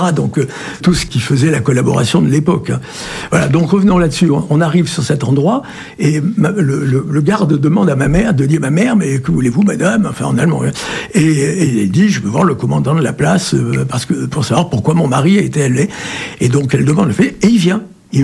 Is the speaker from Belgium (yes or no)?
no; Périgueux, Nouvelle-Aquitaine, France; born there; Alors moi je suis né à Périgueux